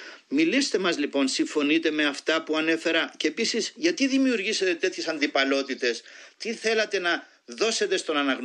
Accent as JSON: {"language": "Greek", "country": "Cyprus", "said": "όχι σαν φιλόλογος, αλλά σαν Κύπριος πρόσφυγας που έχασε το σπίτι του, που τον κυνήγησαν τα τουρκικά αεροπλάνα και τον πολυβολούσαν και έζησα από θαύμα."}